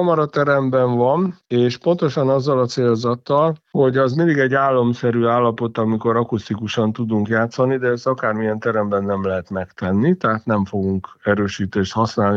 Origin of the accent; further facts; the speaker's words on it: Sopron, Győr-Moson-Sopron, Hungary; hiszen ő is soproni, én is soproni vagyok, és ez a gyökér, ez mindent felülír.